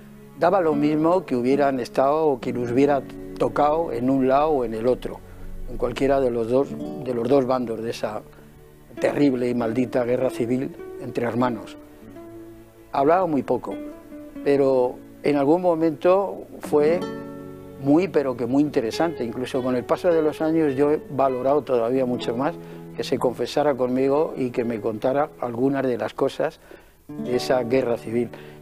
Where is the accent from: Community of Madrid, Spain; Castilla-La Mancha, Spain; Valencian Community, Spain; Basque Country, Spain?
Community of Madrid, Spain; Madrid; nosotros vivíamos donde nací, muy cerca de Rosales, en el barrio de Argüelles, entre Rosales y la Plaza España, y en una calle que se llamaba Víctor Pradera de Soltera, ahora es Juan Álvarez Mendizábal.